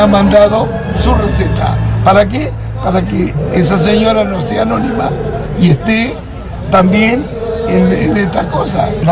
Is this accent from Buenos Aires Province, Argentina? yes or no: yes; Dolores, Buenos Aires Province, Argentina; Nacido y criado en Dolores.